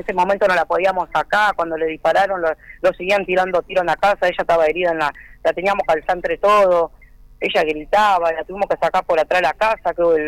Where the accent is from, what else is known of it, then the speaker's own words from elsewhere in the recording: Río Gallegos, Santa Cruz, Argentina; now in Buenos Aires, Argentina; yo vine hace 2 años yo que estoy acá en Buenos Aires, porque yo vine de Río Gallego